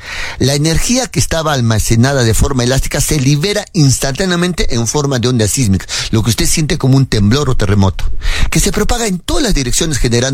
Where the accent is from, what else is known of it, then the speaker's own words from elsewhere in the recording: Arequipa, Peru; en Cayoba, mi tierra